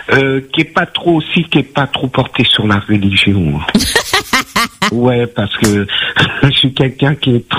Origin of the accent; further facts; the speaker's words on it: Guadeloupe, France; moved away as an adult; now in Paris, France; je suis né là-bas et puis j'ai grandi. Ça fait pas longtemps, j'ai dû repartir de là-bas pour travailler ici, comme il me manquait à peu près 3 ans pour être à la retraite. Voilà, j'ai 60 ans.